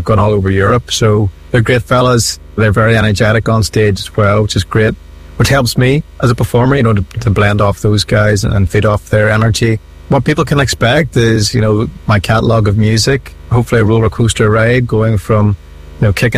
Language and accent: English; Northern Ireland, United Kingdom; And growing up in Ireland, I was around that at any family gathering that we have attended.